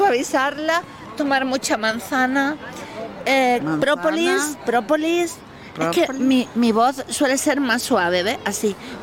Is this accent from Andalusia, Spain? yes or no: yes; Andalusia, Spain; accent: Andalusian; Pero claro, aquí en el sur hablamos con acento andaluz.